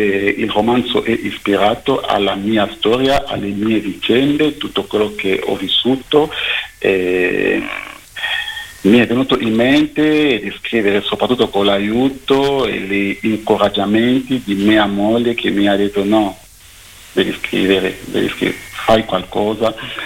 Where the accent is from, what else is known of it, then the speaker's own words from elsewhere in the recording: DR Congo; moved away as an adult; Congo belga e Congo francese, e io vengo dal Congo belga.